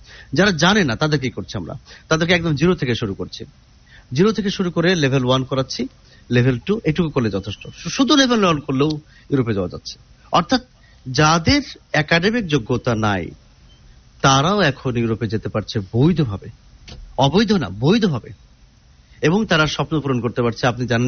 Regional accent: Kushtia, Khulna Division, Bangladesh; আমার বাড়ি যেমন কুষ্টিয়া, তা আমি কিভাবে দেখা করবো?

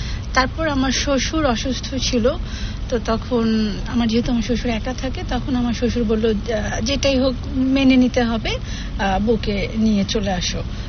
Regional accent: Jamalpur, Mymensingh Division, Bangladesh; also born or lived in Savar; আমার ছোটবেলাটা কেটেছে জামালপুরে, আমি বড় হয়েছি আমার দাদার কাছে।

